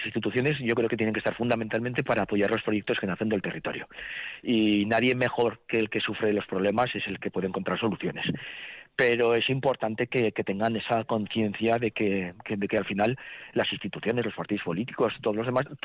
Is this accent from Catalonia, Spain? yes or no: yes; Salou, Catalonia, Spain; Pues fíjate que yo el único contacto que tenía con el mundo rural, mi pueblo era Salou, o sea que no tenía nada que ver con el mundo rural, de verdad.